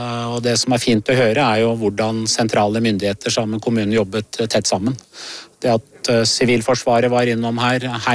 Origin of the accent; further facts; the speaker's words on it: Drammen, Buskerud, Norway; Så kommer jeg jo fra Drammensområdet selv, så jeg kjenner jo mange som bor I et område som også har mistet sitt hjem.